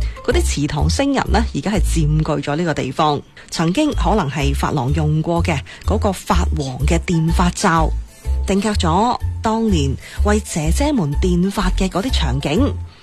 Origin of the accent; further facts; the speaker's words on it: Foshan, Guangdong, China; 去寻宝，一起细味地道佛山。